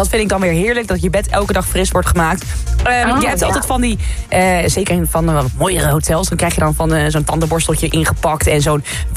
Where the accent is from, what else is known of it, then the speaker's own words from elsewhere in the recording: Netherlands; Ik ben wel een Nederlander.